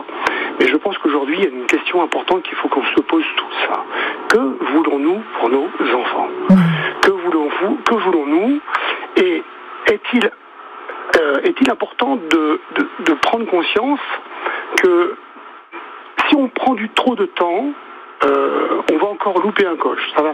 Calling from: Jaillans, Auvergne-Rhône-Alpes, France; j'habite à Jaillant.

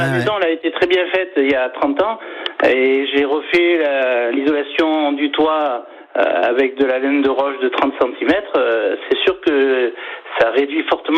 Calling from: France; Moi, je suis à Poy.

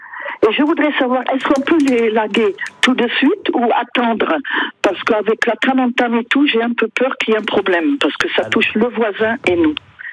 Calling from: Saint-Laurent-de-la-Salanque, Occitanie, France; Je vous appelle de Saint-Laurent-de-la-Salanque.

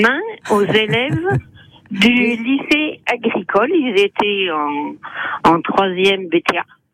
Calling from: Saint-Hilaire-Foissac, Nouvelle-Aquitaine, France; Saint-Hilaire-Foissac, oui, c'est à côté des Gletons.

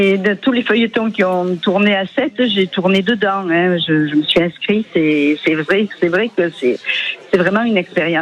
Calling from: Sète, Occitanie, France; 7, déjà, c'est ma ville

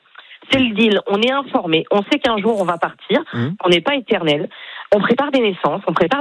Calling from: Caen, Normandy, France

